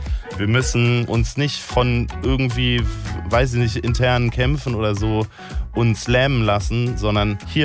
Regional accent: Berlin, Germany; weil wir kommen aus Berlin. In Kreuzberg war das nicht so ein Thema.

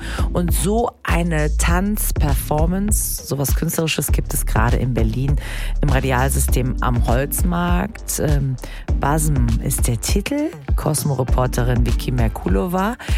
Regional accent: Iran; Ich muss sagen, als Iranerin, ich kannte das jetzt gar nicht so.

